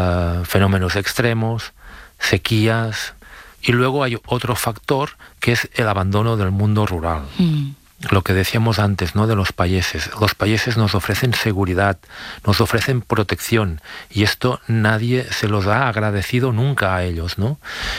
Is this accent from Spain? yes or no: yes; Catalonia, Spain; ayer mismo al lado de mi pueblo, fui a apagar un incendio en el municipio de Subirats